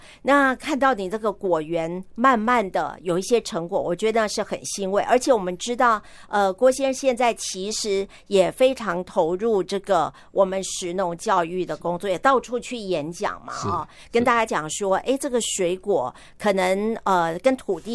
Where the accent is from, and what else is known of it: Taiwan